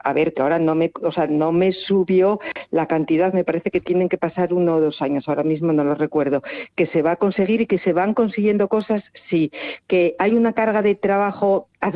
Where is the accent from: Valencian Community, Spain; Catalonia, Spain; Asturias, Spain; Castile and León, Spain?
Asturias, Spain; yo creo que como asturianos no nos podemos quejar de los servicios buenos que tenemos.